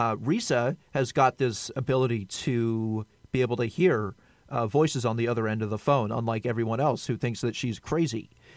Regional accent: United States; maybe I'm biased because I'm American

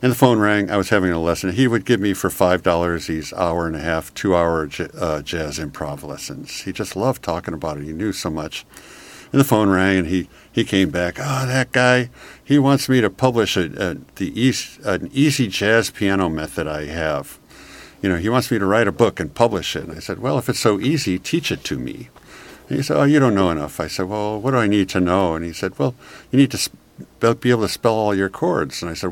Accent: Chicago, Illinois, United States; moved away; I grew up in Chicago

